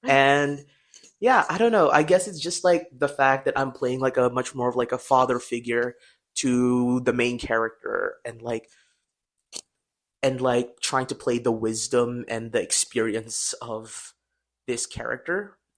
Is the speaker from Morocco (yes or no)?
no; Philippines; now in United States; as a Filipino immigrant myself